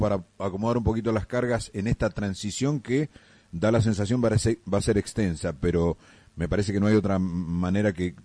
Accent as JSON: {"language": "Spanish", "country": "Argentina"}